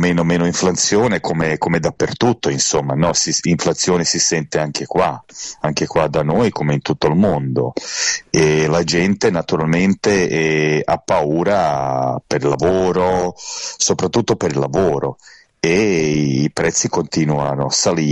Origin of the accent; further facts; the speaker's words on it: Sarajevo, Federation of Bosnia and Herzegovina, Bosnia & Herzegovina; Io sono di Sarajevo